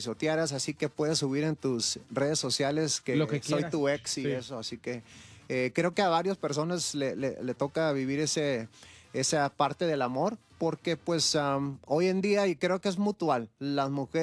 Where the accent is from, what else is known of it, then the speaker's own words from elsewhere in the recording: Los Angeles, California, United States; born there; Nacido en el sur centro de Los Ángeles, raíces de Nayarit y Zacatecas.